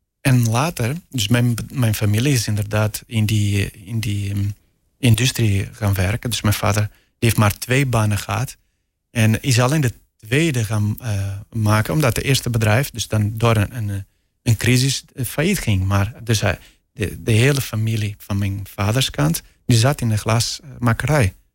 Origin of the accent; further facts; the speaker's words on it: Marinha Grande, Leiria District, Portugal; Dutch is a second language; moved away as an adult; now in Netherlands; Ik kom oorspronkelijk uit Portugal. Uit een stad dat de naam Marinha Grande heet. En die is tussen Lissabon en Porto een beetje. Aan zee, aan de Atlantische Oceaan. En dat is, dus daar ben ik geboren en getogen. Totdat ik naar Nederland kwam met mijn 27 jaar oud.